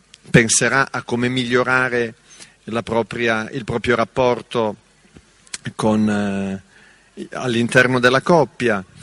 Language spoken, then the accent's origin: Italian; Turin, Piedmont, Italy; Io sono di Torino